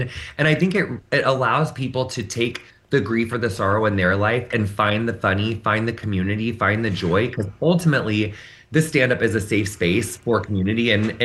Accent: Illinois, United States; I am from Illinois, but I'm from a really rural, small town in Illinois, like very far away from Chicago. So I'm quite comfortable in rural spaces. I was raised in rural spaces and around people that inhabit rural spaces.

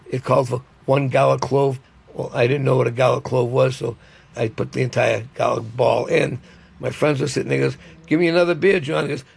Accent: Newton, Massachusetts, United States; I grew up in Nonantum, which is in Newton, the Italian area, and Franchi's, Delicata's, the Secchio's, we're all Italians.

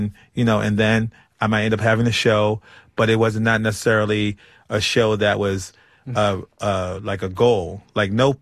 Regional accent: Baltimore, Maryland, United States; it was not really necessarily my experience completely growing up in Baltimore

